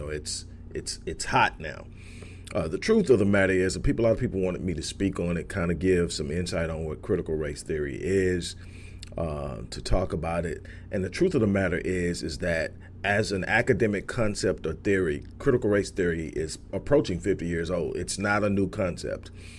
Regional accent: United States; we define ourselves as blacks or as African American, or clearly define ourselves as those who are the descendants of slaves in this country

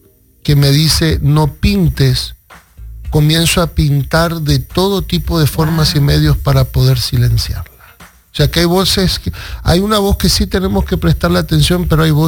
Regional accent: Argentina; Me crié en Argentina, en una de las la segunda comunidad más grande de judíos en todo el mundo, después de Nueva York y Estados Unidos.

